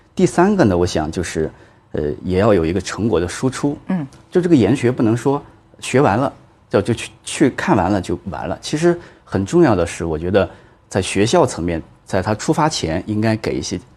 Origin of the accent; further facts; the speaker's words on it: Dunhuang, Gansu, China; 我的家乡甘肃敦煌